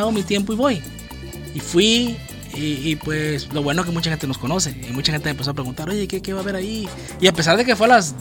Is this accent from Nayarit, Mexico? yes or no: yes; Nayarit, Mexico; moved away; also born or lived in Jalisco; Yo siempre he dicho que soy de Nayarit, orgullosamente de Nayarit.